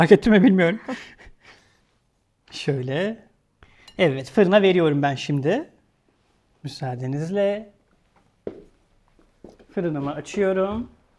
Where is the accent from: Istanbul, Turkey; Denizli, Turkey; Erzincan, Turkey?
Denizli, Turkey; Ben Ege'liyim, Denizliliyim